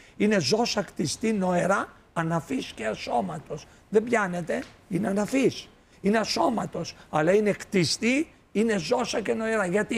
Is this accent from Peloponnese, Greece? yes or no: no; Megara, Attica, Greece; Και στην πόλη μου, στην πόλη των Μεγάρων, όπου είμαι γέννημα Θρέμα Μεγαρίτης